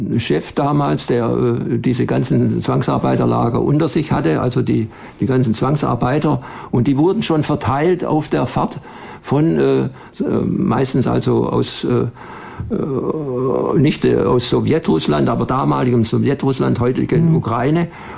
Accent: Germany; ich sage, ach, ich bin Deutscher

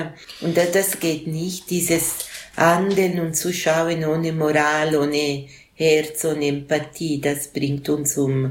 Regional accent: Switzerland; Ich bin auch eine Schweizerin, aber nicht nur.

